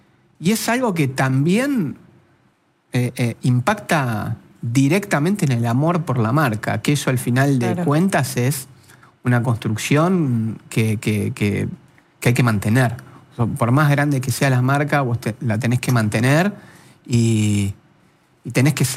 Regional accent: Argentina

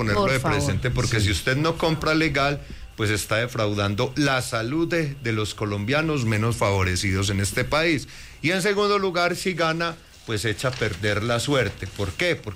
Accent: El Carmen de Viboral, Antioquia, Colombia; Yo soy del municipio del Carmen de Viboral, de una familia campesina. Y pues me vestían con mochito. Con los mochos. Y las boticas, porque éramos del sector rural

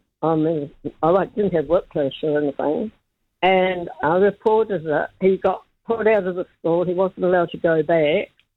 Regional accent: Ponsonby, Auckland, New Zealand; very impressed because I told him about all my different cultures, Maoris at school, Islanders, I was brought up in Ponsonby.

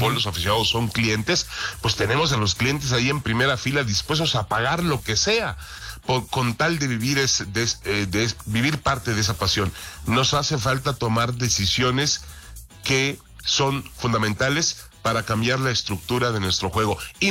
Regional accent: Mexico

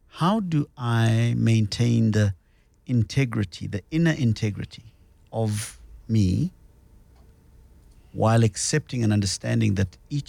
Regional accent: Msinga, KwaZulu-Natal, South Africa; I am away from home. I'm originally from Kwamsinga, but I'm here for work.

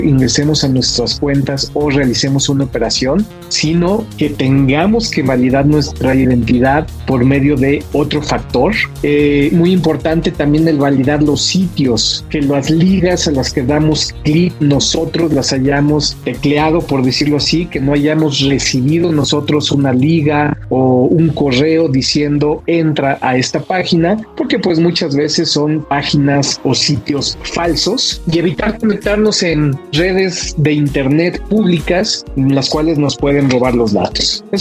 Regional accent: Mexico

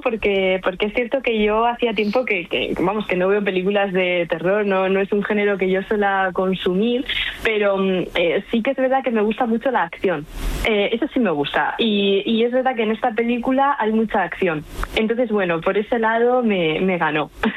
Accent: Region of Murcia, Spain; moved away as an adult; also born or lived in Madrid; mi productora es murciana, mi familia la tengo toda en Murcia. En Madrid, pues sigo teniendo un piso

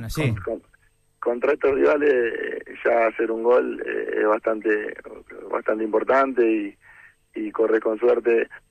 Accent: Argentina; porque es algo que tenemos nosotros como argentinos

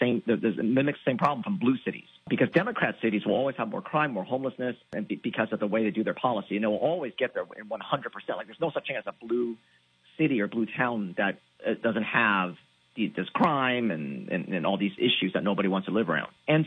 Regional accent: California, United States; I mean, I'm from California, so I've seen this over the course of, 20, 25 years ago.

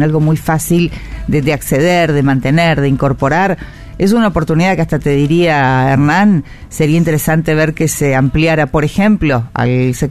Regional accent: Mendoza, Argentina; now in Rosario, Argentina; Yo siempre cuento algo como mendocina.

